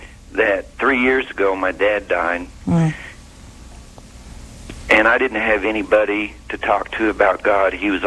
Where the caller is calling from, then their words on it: Kansas, United States; from Kansas.